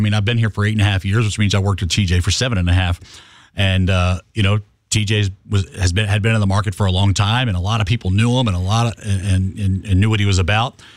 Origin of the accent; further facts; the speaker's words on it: Maryland, United States; now in South Carolina, United States; I grew up in Maryland, which, you know, in South Carolina is the North. I always consider it's the mid-Atlantic for me